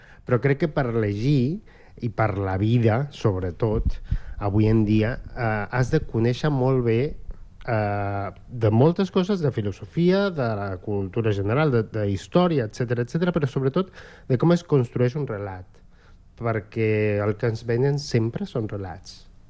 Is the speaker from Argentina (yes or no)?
yes; Argentina; Catalan is a second language; moved away; Abans d'aprendre a escriure castellà, perquè sóc d'Argentina